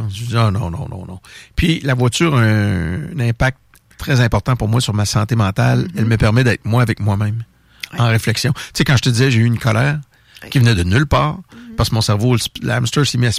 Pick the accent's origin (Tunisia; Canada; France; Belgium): Canada; Quebec; Je parle, I speak French-glish. Je suis québécois.